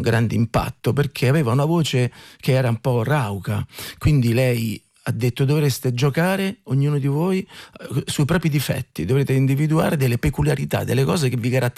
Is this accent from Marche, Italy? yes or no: no; Civitavecchia, Lazio, Italy; also born or lived in Rome; No, laziale nel senso sono di Civitavecchia e poi ho vissuto a Roma e quindi chiaramente si sente